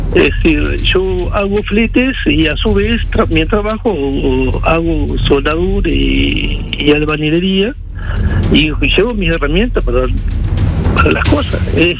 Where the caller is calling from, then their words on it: Maldonado, Uruguay; que nosotros somos Maldonado.